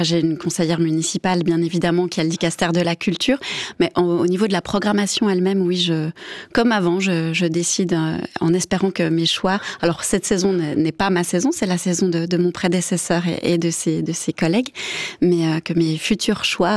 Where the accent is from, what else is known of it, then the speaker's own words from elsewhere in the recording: Biel/Bienne, Bern, Switzerland; also born or lived in Lausanne; Je viens quand même de Bienne.